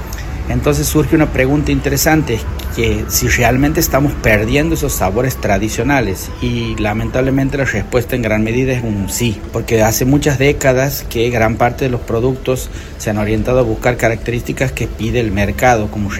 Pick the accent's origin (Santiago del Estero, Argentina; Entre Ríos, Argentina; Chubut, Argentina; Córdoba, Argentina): Santiago del Estero, Argentina; en Santiago tenemos ejemplos muy claros de esto